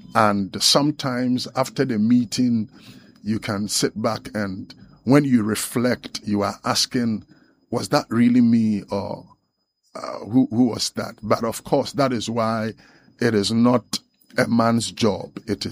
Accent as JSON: {"language": "English", "town": "Cape Coast", "region": "Central Region", "country": "Ghana", "tie": "born or raised there", "said": "Okay, so I was born right here in Cape Coast."}